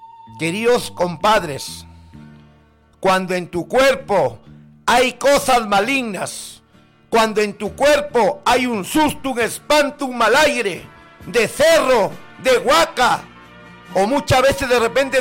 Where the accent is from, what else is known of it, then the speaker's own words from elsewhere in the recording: northern Peru, Peru; Yo soy norteño.